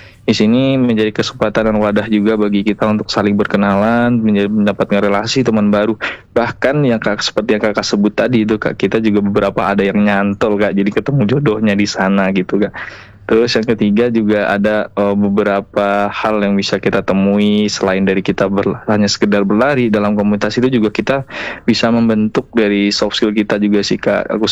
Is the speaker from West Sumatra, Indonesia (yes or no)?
yes; Padang, West Sumatra, Indonesia; moved away as an adult; now in Bandung, Indonesia; Saya kebetulan asli Padang kak.